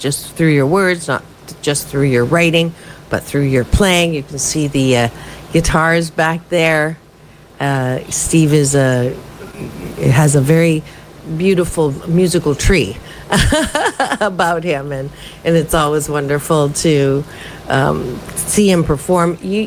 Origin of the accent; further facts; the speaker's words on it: Canada; born there; I was born in Canada.